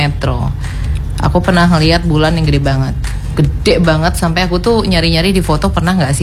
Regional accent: Lampung, Indonesia; born there; kan aku lahirnya di Lampung ya.

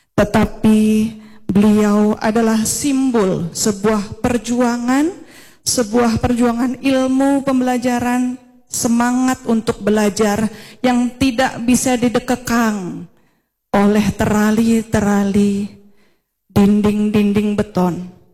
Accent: Malang, East Java, Indonesia; moved away as an adult; now in West Sumatra, Indonesia; sarjana psikologi psikolog. Saya lahir dan besar di Kota Malang, Jawa Timur, lebih kurang 49 tahun yang lalu, Bu. Dan lebih dari separuh umur saya sudah berada di tanah ranah Minang.

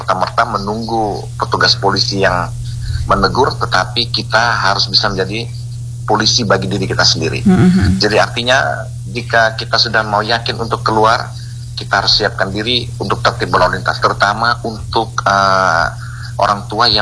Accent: Ende, East Nusa Tenggara, Indonesia

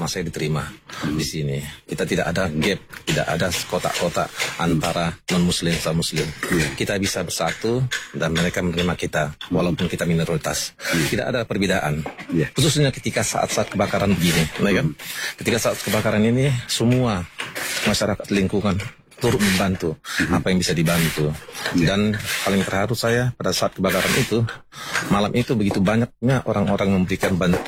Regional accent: Aceh, Indonesia; also born or lived in Medan; Karena selain saya lahir di Medan, di Tapanuli, tapi saya besar di Aceh ini, khususnya di Kota Luxembourg.

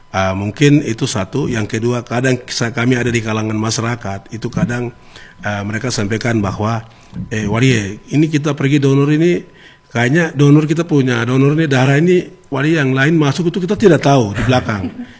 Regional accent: Highland Papua, Indonesia; saya juga anak daerah di sini

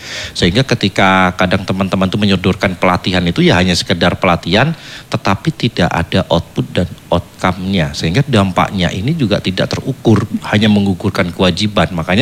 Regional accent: Tuban, East Java, Indonesia; Kok ya kondisi di daerah saya masih seperti ini

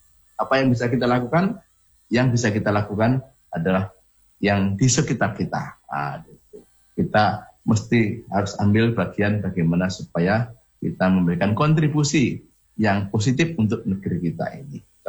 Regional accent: Lampung, Indonesia; Kita baca sejarahnya bahwa memang tidak kita pungkiri para pendahulu kita, orang Lampung ini juga banyak yang berjuang untuk menjadi negeri yang merdeka

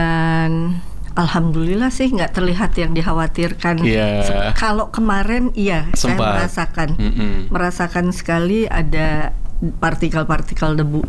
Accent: West Jakarta, Jakarta, Indonesia; Saya dari Jakarta Barat.

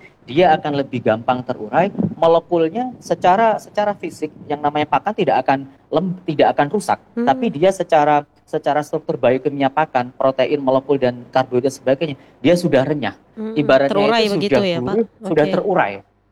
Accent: Sampang, East Java, Indonesia; saya orang asli Sampang Bu ya, dari Sreseh

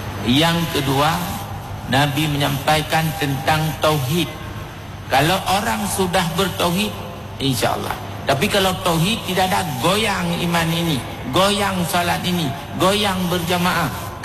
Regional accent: Aceh, Indonesia

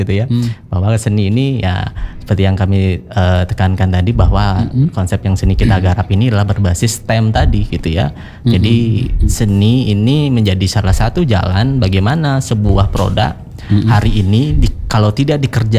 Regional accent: Central Sulawesi, Indonesia; born there; kami lahir di Sulawesi Tengah ya, kami adalah anak lahir dari Sulawesi Tengah

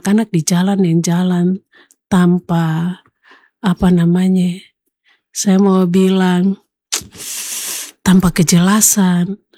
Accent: Papua, Indonesia; Kita orang Papua

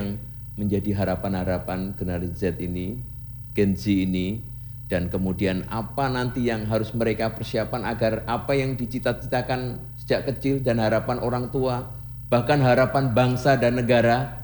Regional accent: Klaten, Central Java, Indonesia; moved away; also born or lived in Surakarta; sangat bangga sebagai Wong Solo. Walaupun saya aslinya di Klaten.

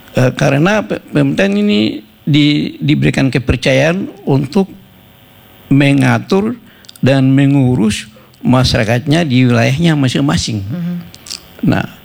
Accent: Papua, Indonesia; kita Papua ini mungkin dibayar ras negroid ya.

